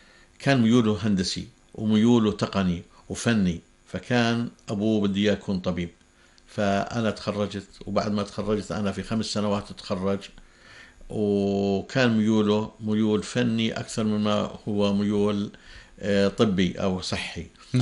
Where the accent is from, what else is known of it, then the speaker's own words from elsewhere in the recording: Jordan; أنا بحكي لك عن عندنا في الأردن